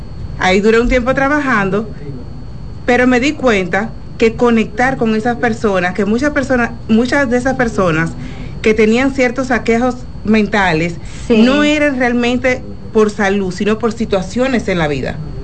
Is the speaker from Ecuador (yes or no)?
no; Dominican Republic; moved away as an adult; also born or lived in Pennsylvania, United States; yo soy dominicana y emigré a los Estados Unidos cuando tenía 25 años. Es decir, que viví gran parte de mi vida aquí con la calidez dominicana, la alegría dominicana, ya lo sabes. Entonces llego a los Estados Unidos, a una ciudad pequeña en Pensilvania